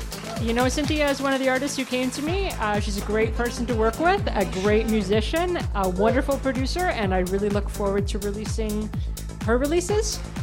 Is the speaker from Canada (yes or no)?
yes; Canada; And like, me being Canadian, we can't club at that young an age.